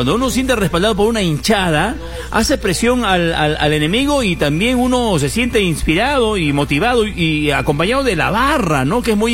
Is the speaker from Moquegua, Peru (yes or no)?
yes; Moquegua, Peru; Somos inexpertos, todos los moqueguanos, en el tema deportivo